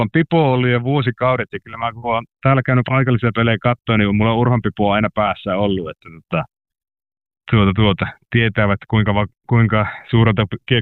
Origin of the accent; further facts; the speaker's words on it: Suolahti, Central Finland, Finland; Mä vartuin tuolla Keski-Suomessa Suolahdessa Jyväskylän pohjoispuolella ja siellä oli kovat menot käynnissä aina.